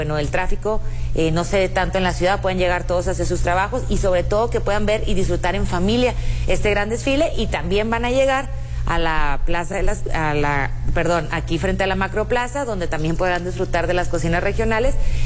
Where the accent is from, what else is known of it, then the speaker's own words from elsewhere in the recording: Mexico; nos gusta mucho a nosotros como mexicanos y como padres de familia